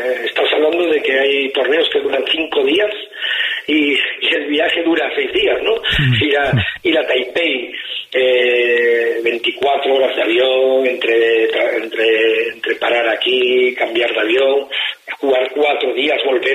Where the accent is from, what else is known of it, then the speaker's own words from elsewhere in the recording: Spain; Y como español, como yo, es mi doble